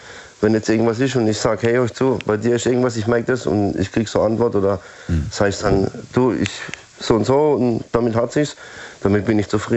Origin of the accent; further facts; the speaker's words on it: Karlsruhe, Baden-Württemberg, Germany; Hi, ich bin von Karlsruhe.